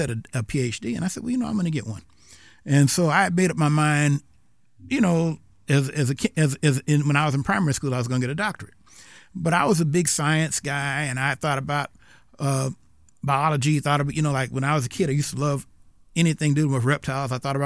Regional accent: South Carolina, United States; also born or lived in Florida; So he was in from 51 to 74, and I was born in Florida. My family's actually from Alabama, but after he did his first tour in Vietnam, we ended up in South Carolina.

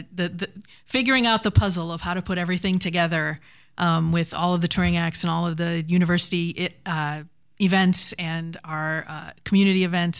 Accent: Wisconsin, United States; moved away as an adult; also born or lived in Louisville, Kentucky; now in St. Louis, United States; Well, so I grew up in Wisconsin.

